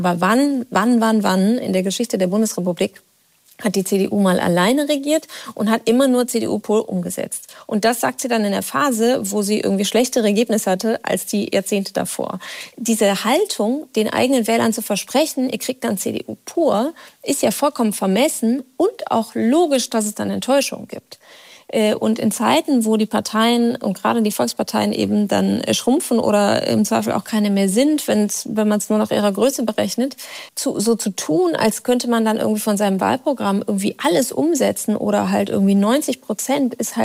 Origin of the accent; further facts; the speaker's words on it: Rhineland, Germany; weil ich bin ja Rheinländerin und dann muss ja weitergehen.